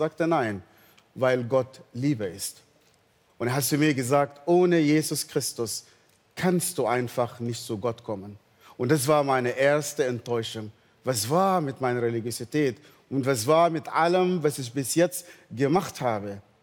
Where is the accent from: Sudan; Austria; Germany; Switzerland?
Sudan; Northern Sudan; born there; German is a second language; moved away; ich bin im Nordsudan geboren in einer nicht christlichen Familie. Ich war sehr religiös.